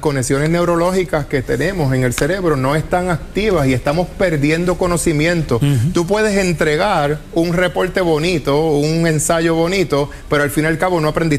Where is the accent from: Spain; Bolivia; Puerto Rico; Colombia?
Puerto Rico; como puertorriqueños y como Puerto Rico entero.